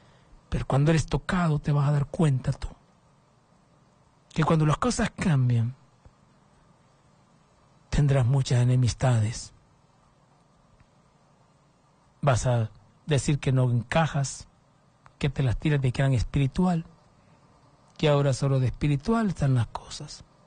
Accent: Honduras; el satanismo ha conquistado muchos temores de mi pueblo Honduras.

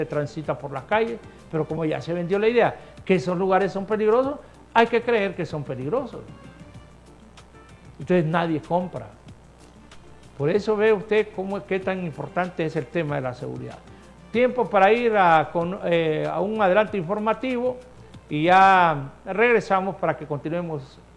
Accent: Honduras; Yo se lo digo como ciudadano, como hondureño

